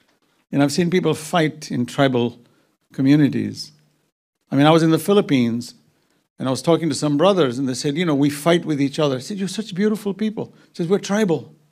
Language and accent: English; Zanzibar, Tanzania; I come from Zanzibar. You know, 40 minutes down is Dar es Salaam.